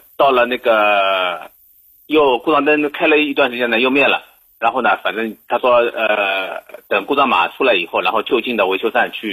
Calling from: Zhejiang, China; 因为我是浙江的嘛

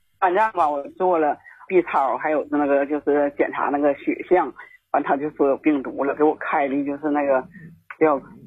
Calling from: Shenyang, Liaoning, China; 我沈阳人，今年72周岁了，就一体多病啊。

